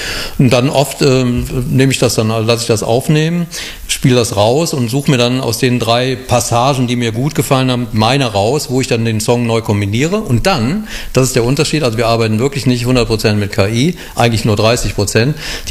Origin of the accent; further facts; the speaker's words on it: Cologne, North Rhine-Westphalia, Germany; Und ich selber bin auch Kölner und sehr nah wohnhaft an Pulheim